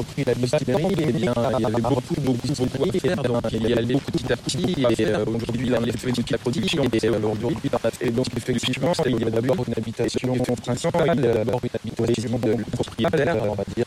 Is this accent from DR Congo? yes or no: no; Marie-Galante, Guadeloupe; moved away as an adult; Oui, alors moi j'ai grandi à Marie-Galante jusqu'à la 5e, où je suis parti ensuite en Guadeloupe, au collège Chardon